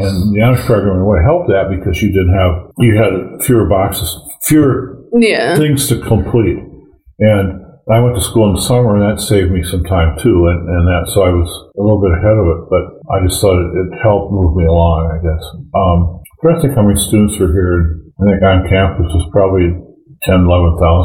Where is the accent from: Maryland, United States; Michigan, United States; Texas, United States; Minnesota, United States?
Minnesota, United States; St. Cloud; I was from St. Cloud, so I just lived at home for the first couple of years.